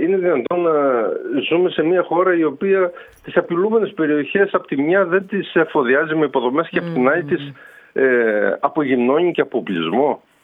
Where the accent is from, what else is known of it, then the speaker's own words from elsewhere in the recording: Eastern Macedonia and Thrace, Greece; Οι περισσότεροι είμαστε πρόσφυγες στη Θράκη. Έτσι. Στη δυτική, νοτιοδυτική Θράκη είμαστε όλοι πρόσφυγες από την Ανατολική, από τη Μικρασία, από τον Πόντο.